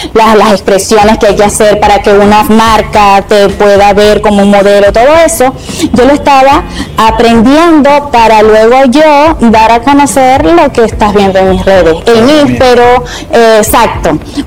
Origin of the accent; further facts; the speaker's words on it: Delta Amacuro, Venezuela; Nosotros, los grupos nativos, los que tenemos o que venimos del Bajo Delta, los que estamos por allá escondidos